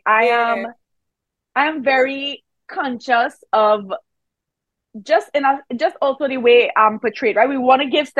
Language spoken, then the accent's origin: English; Trinidad & Tobago; I am from Trinidad. I play mass.